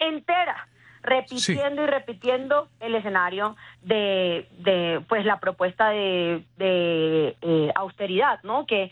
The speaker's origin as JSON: {"language": "Spanish", "town": "Barranquilla", "region": "Atlántico", "country": "Colombia", "tie": "born or raised there", "said": "Yo vengo de barrio popular igual que él. Si él es de La Manga, yo soy del barrio del Santuario de la localidad metropolitana de Barranquilla. Yo reconozco la realidad porque la viví de mi ciudad."}